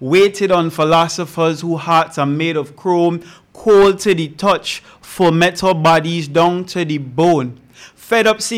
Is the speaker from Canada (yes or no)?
no; Georgetown, Demerara-Mahaica, Guyana; moved away as an adult; now in East Coast Demerara, Guyana; born and grew in Tongue, the heart of Georgetown, growing up in areas like West of Pennington, South Randville. I know I reside in the East Coast